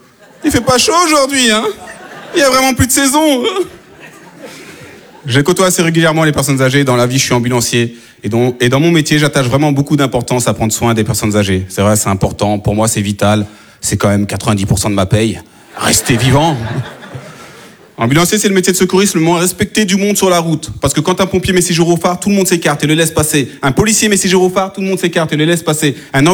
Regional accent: France; born there; si je parle bien français, c'est peut-être parce que je suis née en France

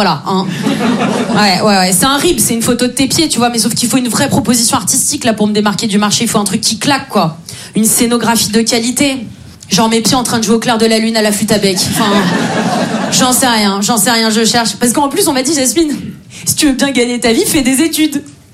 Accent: Paris, Île-de-France, France; moi je viens de Paris.

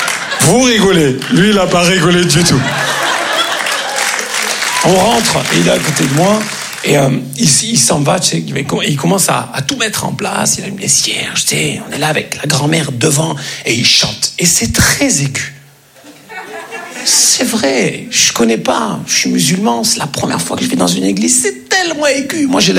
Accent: Grand Est, France; comme on dit chez nous en Lorraine.

